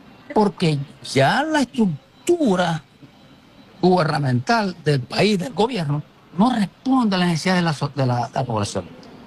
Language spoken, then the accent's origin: Spanish; Venezuela; yo tengo confianza en mi país.